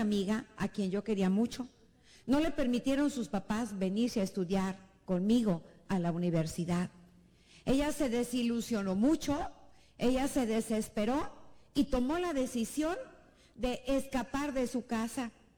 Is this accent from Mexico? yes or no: yes; Autlán, Jalisco, Mexico; moved away as an adult; also born or lived in Guadalajara; now in Chicago, United States; Cuando estaba en la secundaria, en Autlán, el pueblo donde yo crecí, en Jalisco